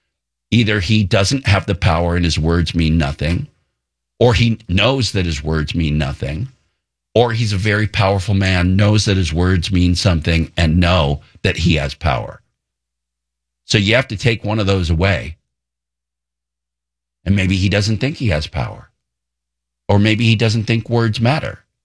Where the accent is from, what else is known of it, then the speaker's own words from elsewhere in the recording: Ventura County, California, United States; now in San Diego, United States; Growing up in Ventura County on the border